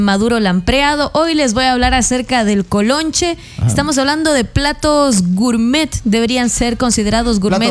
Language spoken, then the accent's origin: Spanish; Machala, El Oro, Ecuador; Nosotros somos de Machala